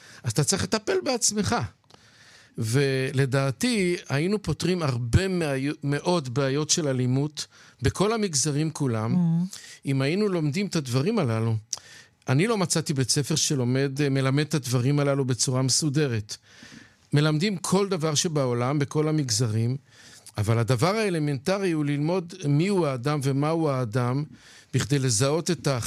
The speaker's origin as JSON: {"language": "Hebrew", "town": "Bnei Brak", "region": "Tel Aviv District", "country": "Israel", "tie": "born there", "said": "נולדתי שם, אבל אני מקווה לצאת במקומות אחרים, יותר טובים."}